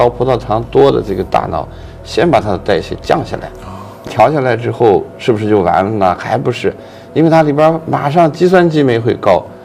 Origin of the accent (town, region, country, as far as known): China